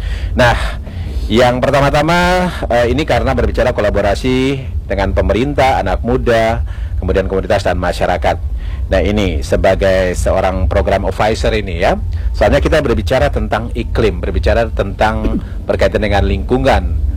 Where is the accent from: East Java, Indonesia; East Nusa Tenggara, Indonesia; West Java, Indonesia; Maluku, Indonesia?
Maluku, Indonesia; Ambon; kita orang Ambon